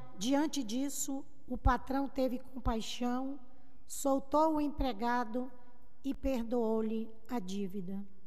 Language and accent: Portuguese; Bahia, Brazil; Em Faisqueira também, minha cidade onde eu me criei, formei minha família.